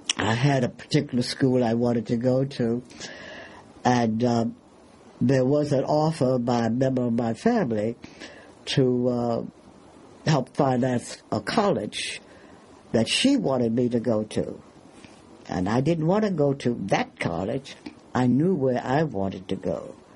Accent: Washington, District of Columbia, United States; I was born in Washington, D.C., raised in Washington, D.C. And that's about the size of it.

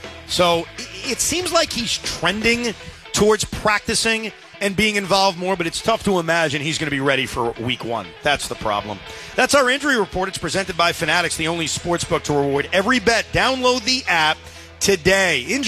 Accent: Nassau County, Long Island, New York, United States; I grew up in Nassau County.

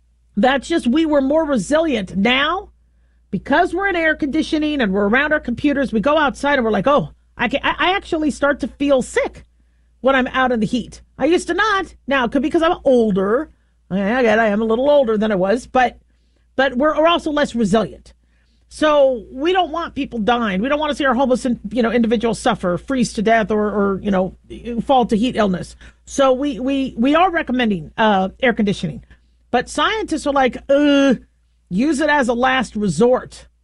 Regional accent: United States; born there; also born or lived in Las Vegas, Nevada / Phoenix, Arizona; I grew up in Las Vegas and Phoenix, Arizona, and I remember it getting up to like 120 degrees.

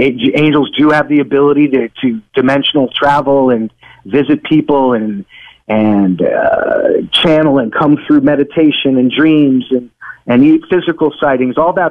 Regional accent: Kankakee, Illinois, United States; born there; It's referred to now as Bourbonus or Bourbon A, but yes, I was born in Kankakee.

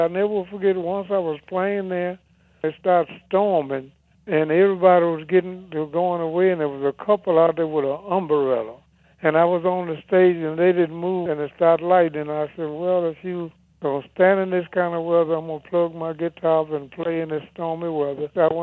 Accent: Louisiana, United States; now in Chicago, United States; Well, I'm from Louisiana.

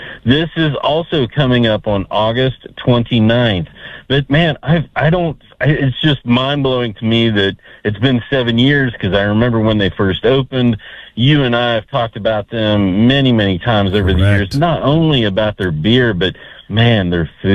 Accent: Parkersburg, West Virginia, United States; Parkersburg Brewing, you know, they're near and dear to my heart being in my hometown

